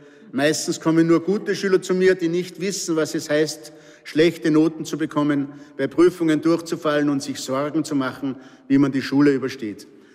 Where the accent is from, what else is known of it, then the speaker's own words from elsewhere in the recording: Salzburg, Austria; accent: Pinzgau dialect; moved away; immer hat mich meine Heimat, meine Pinzgauer Heimat, hat mich allweil ein bisschen begleitet